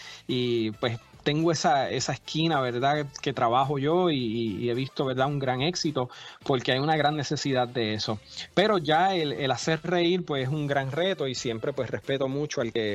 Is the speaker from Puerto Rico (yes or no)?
yes; Puerto Rico; also born or lived in Ohio / New Jersey; now in Tampa, United States; mi isla, Puerto Rico